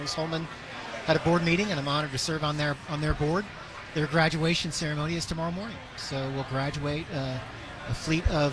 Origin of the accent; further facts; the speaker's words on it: Jeffersonville, Indiana, United States; moved away as an adult; now in Indianapolis, United States; They call it Kentuckiana. So born and raised there, played basketball, played sports at Jeffersonville High School